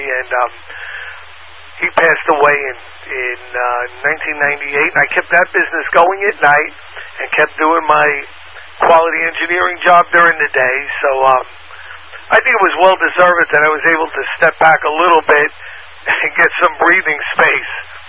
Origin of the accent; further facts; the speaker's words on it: Long Island, New York, United States; moved away as an adult; We're originally from Long Island. Long Island, not Rhode Island, Long Island, New York. Been here 47 years?